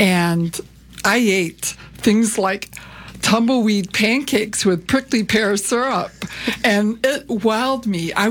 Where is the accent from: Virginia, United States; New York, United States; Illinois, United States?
Virginia, United States; also born or lived in Michigan; now in Arizona, United States; Well, I grew up in Virginia. I moved to Michigan for 4 years, and then I came here.